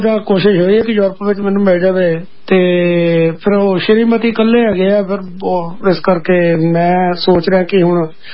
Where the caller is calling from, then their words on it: Chandigarh, India; ਕਦੀ ਸਾਡੇ ਇੱਧਰ ਚੰਡੀਗੜ੍ਹ ਵਾਲੇ ਪਾਸੇ ਚੱਕਰ ਲੱਗੇ ਤਾਂ ਆਓ ਦਰਸ਼ਨ ਦਿਓ।